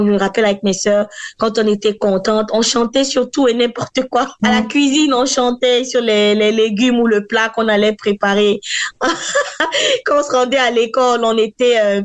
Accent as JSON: {"language": "French", "region": "Abidjan", "country": "Côte d’Ivoire", "tie": "born or raised there", "said": "Je suis originaire de Côte d'Ivoire. J'ai grandi à Abidjan, qui est la capitale économique de la Côte d'Ivoire. En grandissant avec mes sœurs, avec ma mère, surtout ma grand-mère"}